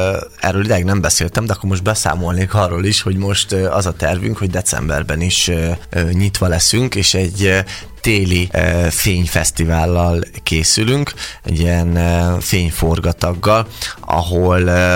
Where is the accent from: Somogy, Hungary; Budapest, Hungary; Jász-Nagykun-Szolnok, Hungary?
Budapest, Hungary; Zuglóban nőttem fel, ugye a családom ott lakik